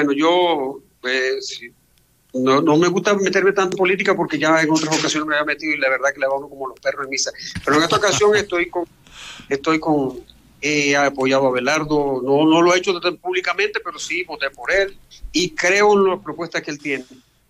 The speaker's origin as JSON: {"language": "Spanish", "town": "Villanueva", "region": "La Guajira", "country": "Colombia", "tie": "born or raised there", "said": "Vamos a hacer un recorrido por Villanueva, por mi pueblo, por el barrio."}